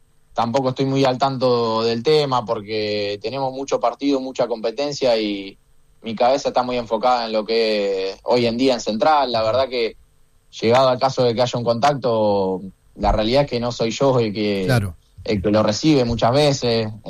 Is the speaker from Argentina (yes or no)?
yes; Rosario, Santa Fe, Argentina; also born or lived in Gualeguaychú, Entre Ríos; soy más rosarino que entrerriano, es la realidad. Yo viví un solo año en Gualeguaychú y ya al año y medio ya estaba acá en Rosario. Pero sí, o sea, soy nacido en Gualeguaychú